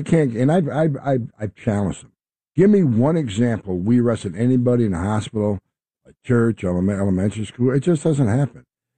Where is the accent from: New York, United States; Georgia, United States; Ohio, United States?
New York, United States; New York City; I love New York City. I grew up in New York. I went to college in New York. I was a cop in New York.